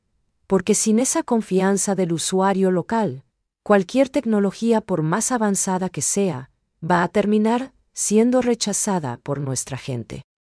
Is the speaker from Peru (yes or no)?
no; Paraguay; nosotros como paraguayos